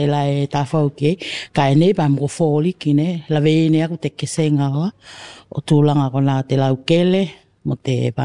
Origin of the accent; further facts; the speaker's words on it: Tuvalu; I'm from New Tau Island.